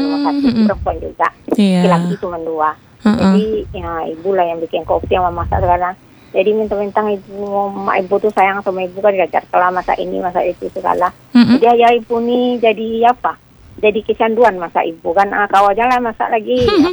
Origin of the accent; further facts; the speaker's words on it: West Sumatra, Indonesia; Kalau kita orang Minang kan ada bikin panggil ikan, pakai ikan panjang, Kariri.